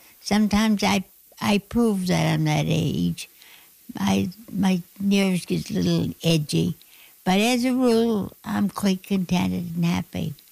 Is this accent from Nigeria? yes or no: no; Lake Pleasant, Nova Scotia, Canada; also born or lived in Springfield; I was born in Springfield, Nova Scotia, but lived in a little country home in Lake Pleasant, right off Springfield.